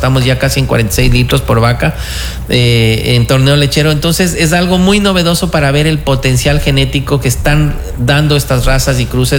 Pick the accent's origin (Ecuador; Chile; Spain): Ecuador; Nosotros como ecuatorianos